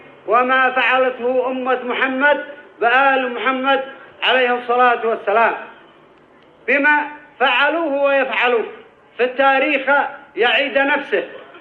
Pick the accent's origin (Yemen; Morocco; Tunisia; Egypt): Yemen